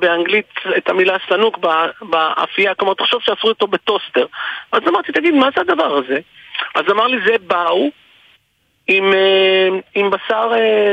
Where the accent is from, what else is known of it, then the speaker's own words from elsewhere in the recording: Givatayim, Tel Aviv District, Israel; יש בדרום גבעתיים מרכז מסחרי. אני גדלתי בדרום גבעתיים. את שנות הילדות שלי והנערות שלי עברתי שם, את קצה שנות הנערות שלי עברתי שם.